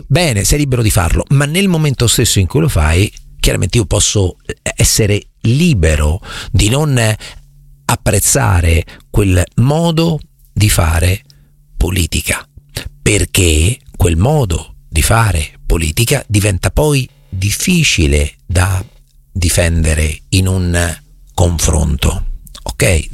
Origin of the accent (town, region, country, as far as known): Marche, Italy